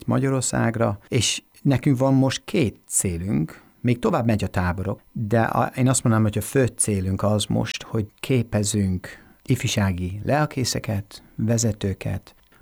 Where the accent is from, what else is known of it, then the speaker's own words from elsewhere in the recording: Warrington, North West England, United Kingdom; Hungarian is a second language; now in Hungary; Én Warringtonban születtem, és Warrington az Liverpool és Manchester között, északi Angliában, és ott jártunk a gyülekezetünkbe